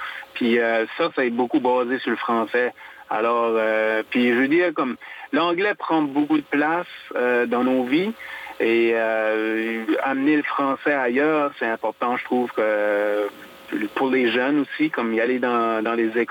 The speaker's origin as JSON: {"language": "French", "region": "Acadia", "country": "Canada"}